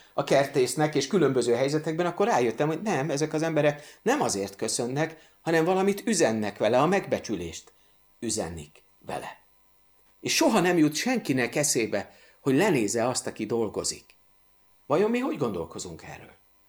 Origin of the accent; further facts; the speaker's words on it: Budapest, Hungary; nem emlékszem, hogy Újpesten bárkinek, ahol én fölnőttem, eszébe jutott volna köszönni egy utcaseprőnek.